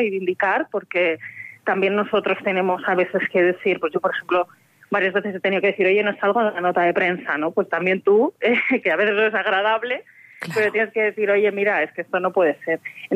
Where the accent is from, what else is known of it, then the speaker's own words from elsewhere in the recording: Zamora, Castile and León, Spain; also born or lived in Benavente; now in Madrid, Spain; Seguro que hay algún guionista más de Zamora